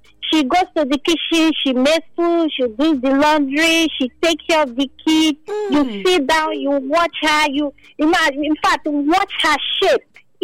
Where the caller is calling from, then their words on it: Opa, Nigeria; from Opa.